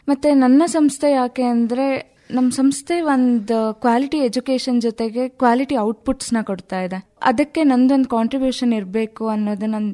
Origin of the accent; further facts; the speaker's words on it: Karnataka, India; moved away as an adult; also born or lived in Chikkamagaluru / Davanagere; now in Hassan, India; ನಾನು ಇಲ್ಲೇ ಬೇಲೂರು ತಾಲೂಕಿನ ಒಂದು ಪುಟ್ಟ ಗ್ರಾಮ ಮಂಡಲ ಮನೆ ಅಂತ ಹೇಳಿ.